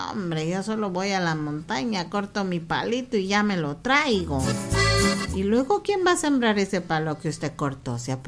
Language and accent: Spanish; Guatemala